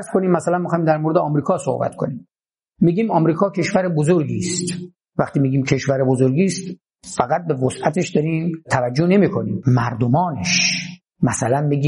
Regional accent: Bandar Anzali, Gilan, Iran; ما تو شهر خودمون انزلی قبرستان لهستانیا داشتیم

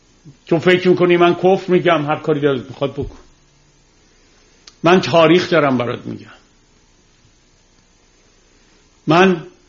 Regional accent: Iran; moved away; وقتی که من از ایران اومدم بیرون در فرانسه در سال 1954 میشه 1333 شمسی

